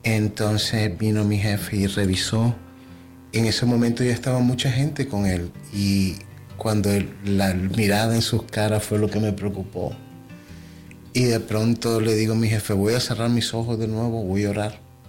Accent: Nicaragua; Yo soy de Nicaragua y yo pude, gracias al Señor, me dio la oportunidad de traer a mi familia.

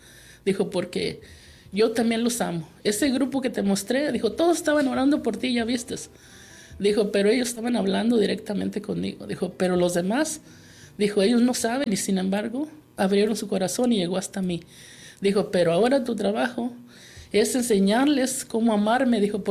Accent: Jalpa, Zacatecas, Mexico; que yo soy de Jalpa, Zacatecas, y mi rancho es Corral de Piedra

